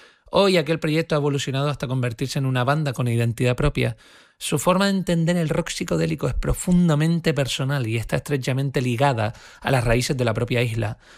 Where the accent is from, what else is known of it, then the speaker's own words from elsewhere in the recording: Canary Islands, Spain; soy canario